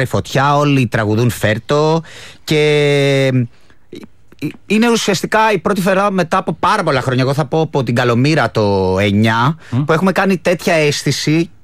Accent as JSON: {"language": "Greek", "country": "Greece", "said": "σαν Έλληνες"}